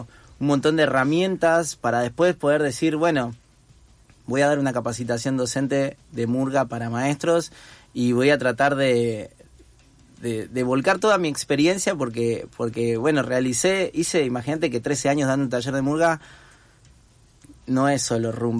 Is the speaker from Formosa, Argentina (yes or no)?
no; Buenos Aires, Argentina; yo soy de Barracas.